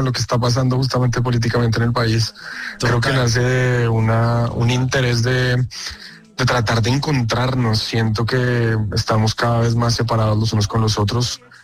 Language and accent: Spanish; Colombia